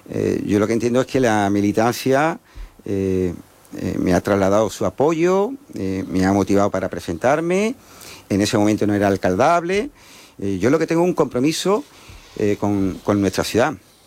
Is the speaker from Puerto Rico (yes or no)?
no; Jerez de la Frontera, Andalusia, Spain; Yo soy jerezano, soy andaluz y soy español.